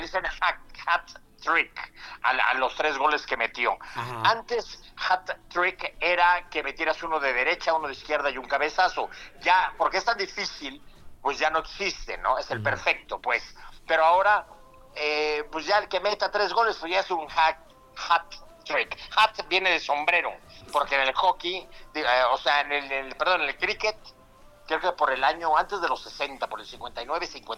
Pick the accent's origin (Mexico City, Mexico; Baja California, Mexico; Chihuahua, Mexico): Mexico City, Mexico; born there; Portlandepantla, Estado de México. Por ahí nací. No, nací de la Ciudad de México, soy mexicano.